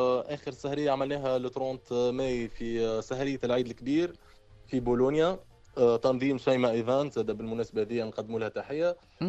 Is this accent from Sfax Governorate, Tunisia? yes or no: no; Monastir, Monastir Governorate, Tunisia; من مستير،